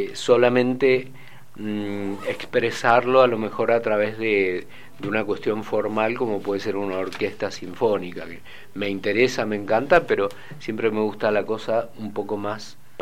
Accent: Mendoza, Argentina; yo soy de aquí, de Mendoza, un ciudadano, sería lacerino.

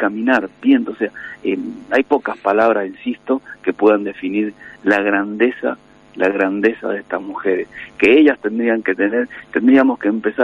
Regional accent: Argentina; como patria, como nación, como argentino

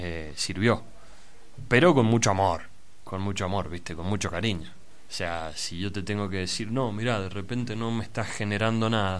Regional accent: San Martín, Buenos Aires Province, Argentina; Trabajábamos allá en San Martín, yo soy de San Martín.

